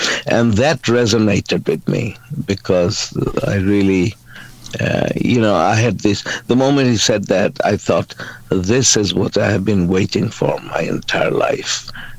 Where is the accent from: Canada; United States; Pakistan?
Pakistan; also born or lived in Bangladesh; I'm from a Jordanian family, a family of Jordanian origin, but I was born in Bangladesh, but I grew up most of my life in Pakistan.